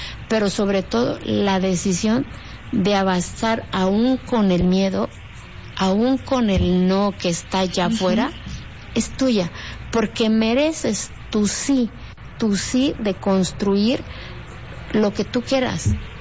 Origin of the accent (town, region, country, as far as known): Mexico